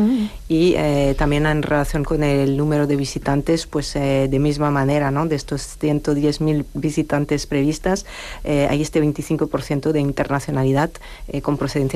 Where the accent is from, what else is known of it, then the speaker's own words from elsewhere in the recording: Grand Est, France; Spanish is a second language; esto ya después de pasar mi infancia finalmente ahí en Alsacia